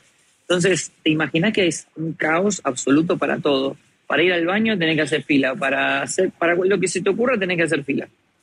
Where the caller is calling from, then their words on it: Argentina; ¿de dónde sos? Le digo, de Argentina